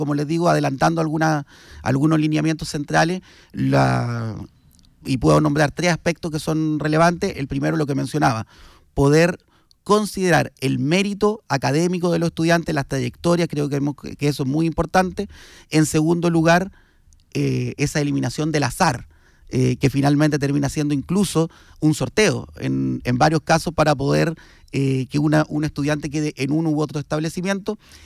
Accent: La Ligua, Valparaíso, Chile; en mi tierra natal, que siempre lo nombro con orgullo, la ciudad de La Ligua, en la provincia de Petorca.

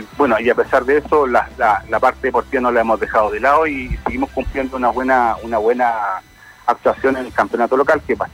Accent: Valdivia, Los Ríos, Chile; nosotros queremos mucho Santa Elvira, crecimos, nos criamos en Santa Elvira

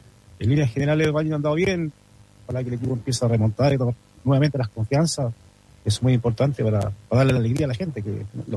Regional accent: Talca, Maule, Chile; Se sufre mucho, de verdad, que Rangers, los talquinos, tenemos un arraigo con el equipo.

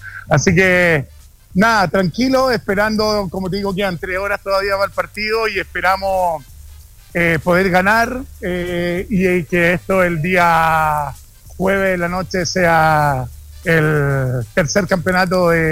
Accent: Chile

